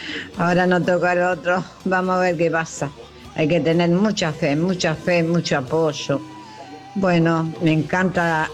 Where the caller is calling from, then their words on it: Buenos Aires, Argentina; de Saavedra